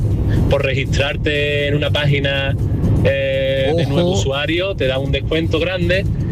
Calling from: Seville, Andalusia, Spain; desde Sevilla.

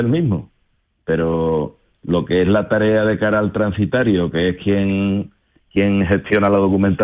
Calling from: Bollullos Par del Condado, Andalusia, Spain; En Bollullos Par del Condado.

